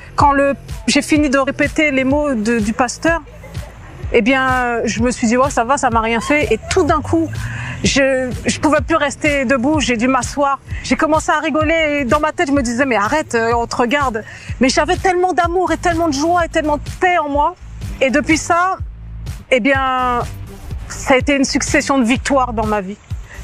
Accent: Guadeloupe, France; also born or lived in Réunion

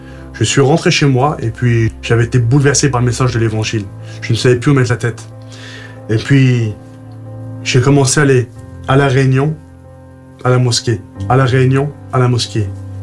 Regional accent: Algeria; parce que je suis algérien, donc j'étais musulman.

